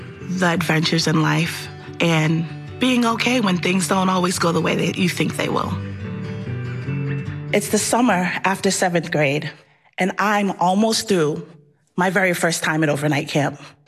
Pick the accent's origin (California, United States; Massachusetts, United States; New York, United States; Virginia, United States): Massachusetts, United States; Boston; born there; I was born in Boston with Caribbean roots.